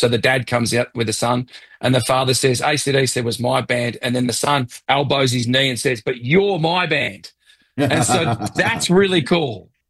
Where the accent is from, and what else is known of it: Australia